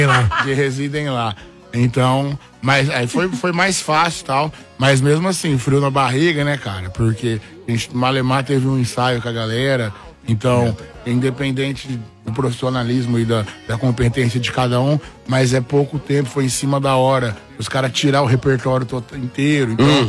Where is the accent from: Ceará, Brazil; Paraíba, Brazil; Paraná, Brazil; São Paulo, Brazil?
Paraná, Brazil; Londrina; porque a gente é de Londrina, lá de Cambé, Londrina.